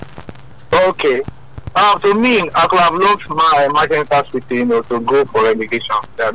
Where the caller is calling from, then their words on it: Nigeria; Yeah, I'm calling from Nigeria.